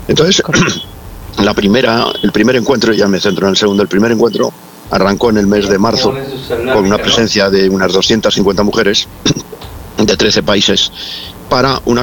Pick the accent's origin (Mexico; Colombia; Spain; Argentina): Spain; en mi país, que es España